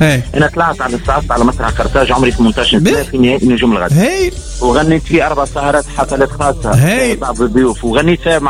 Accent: Tunisia; أنا فنان تونسي

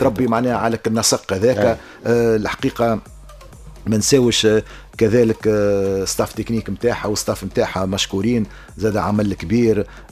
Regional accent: Tunisia; ما سمعنا بيش بالكل معنا في تونس ما كانش نسمعوا بيه

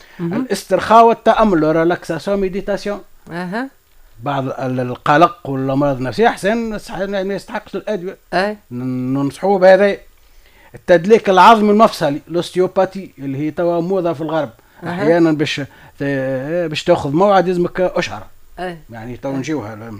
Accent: Tunisia; العلاج بسم النحل تو موجود عندنا في تونس راه.

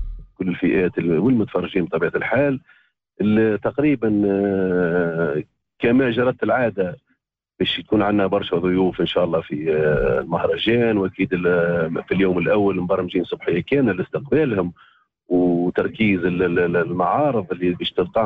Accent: Gafsa Governorate, Tunisia; في جهتنا إن شاء الله في قفصة

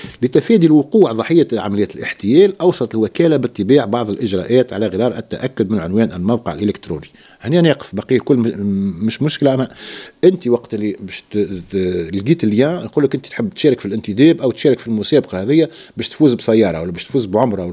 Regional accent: Tunisia; أنا كمواطن تونسي

